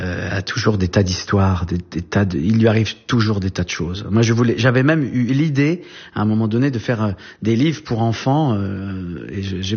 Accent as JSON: {"language": "French", "region": "Grand Est", "country": "France", "tie": "born or raised there", "also_born_or_lived": "Saint-Dizier", "said": "je suis né en Champagne, à Saint-Dizier, mais c'est le seul endroit en Champagne où on fait pas de champagne. Et ensuite, j'ai grandi dans les Vosges, mais c'est la plaine des Vosges, il n'y a pas la montagne."}